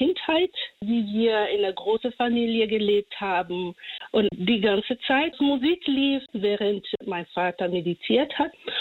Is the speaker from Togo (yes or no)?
yes; Togo; moved away; Ich bin in Togo groß geworden